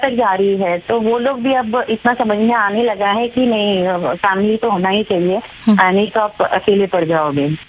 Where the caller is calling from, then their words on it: Raipur, Chhattisgarh, India; मैं यहाँ रायपुर छत्तीसगढ़ से हूँ जैसा कि मैंने बताया